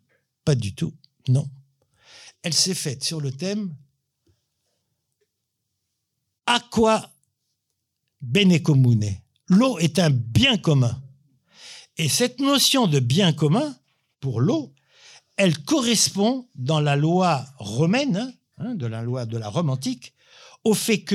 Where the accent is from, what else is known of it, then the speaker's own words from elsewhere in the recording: Rabat, Rabat-Salé-Kénitra, Morocco; Moi, je suis né au Maroc, à Rabat. Bon, j'ai habité plusieurs quartiers. Et à Rabat, on avait un quartier qui s'appelait Lagdal.